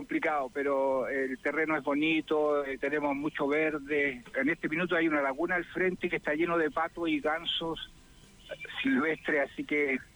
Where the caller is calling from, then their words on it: Antilhue, Los Ríos, Chile; Una localidad que se llama Antilhue, a 40 kilómetros de Valdivia.